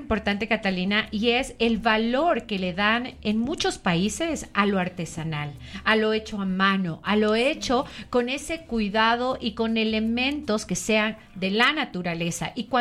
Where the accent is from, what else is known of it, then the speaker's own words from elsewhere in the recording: Macas, Morona Santiago, Ecuador; Yo soy de la Amazonía, yo soy de Macas